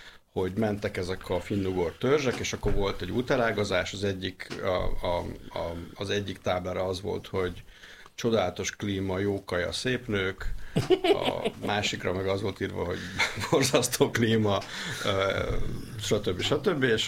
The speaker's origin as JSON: {"language": "Hungarian", "country": "Hungary"}